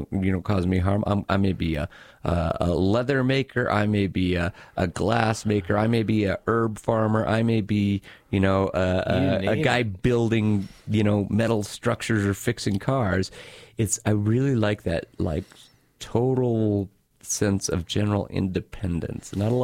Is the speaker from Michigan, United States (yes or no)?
no; Wyoming, United States; I grew up in Wyoming